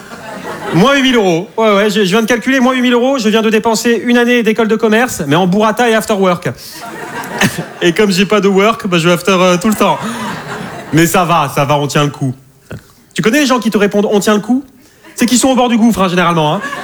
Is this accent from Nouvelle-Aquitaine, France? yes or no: yes; Nouvelle-Aquitaine, France; moved away; Je n'ai rien contre les vieux, je viens du bassin d'Arcachon.